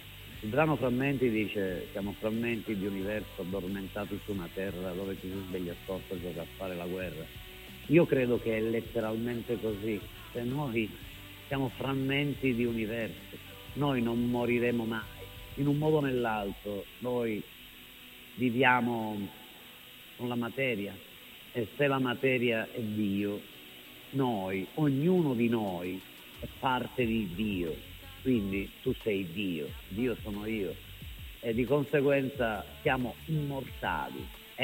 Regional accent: Basilicata, Italy; moved away; parliamo comunque di paesini in Basilicata dove ci abitano 2000 persone

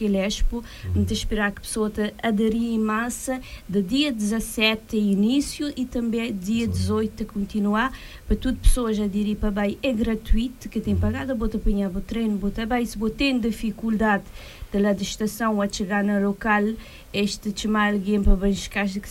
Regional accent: Cape Verde; E esse é um apelo que me te pedi de mim como cabo-verdiana

